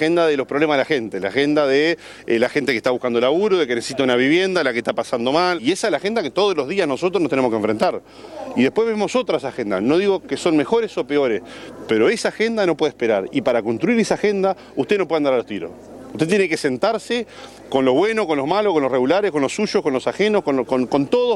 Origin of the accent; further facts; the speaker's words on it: Uruguay; lo que tenemos que nosotros como uruguayos y como gobernantes es estar dando otra respuesta.